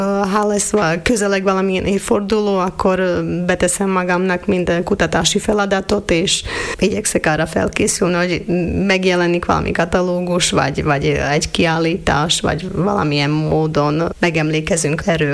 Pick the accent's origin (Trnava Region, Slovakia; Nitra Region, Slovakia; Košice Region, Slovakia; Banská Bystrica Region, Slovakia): Banská Bystrica Region, Slovakia; Lučenec; moved away as an adult; Az marad mindig a szülővárosom, úgyhogy mindig, ha visszatérek Losoncra, akkor ott érzem, hogy itt születtem, itt nevelkedtem, itt töltöttem a gyerekkoromát